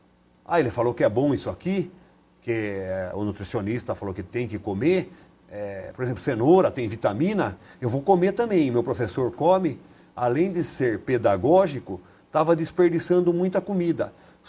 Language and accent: Portuguese; Sorocaba, São Paulo, Brazil; eu vim da periferia de Sorocaba